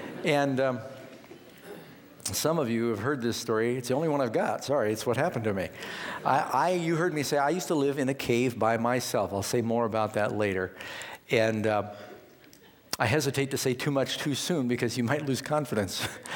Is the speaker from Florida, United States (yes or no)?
no; California, United States; I'm from California, and not far away is where Jim Jones had his temple.